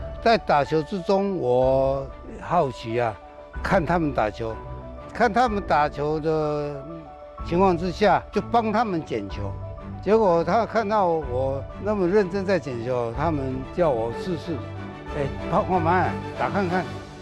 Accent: Xinying, Tainan, Taiwan; 我是民国38年出生的，5、6岁的时候啊，我父亲因为工作的关系，在经营糖厂啊，他是司机，哦，那我们就从小就搬到杏仁糖厂的宿舍，就在杏仁糖厂，哦，长大。

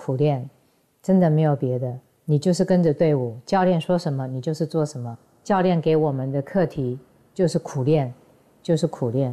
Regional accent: Taichung, Taiwan; born there; 我出生在台中

